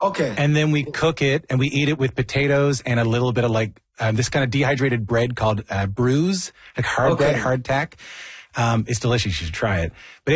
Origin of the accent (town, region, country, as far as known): Newfoundland and Labrador, Canada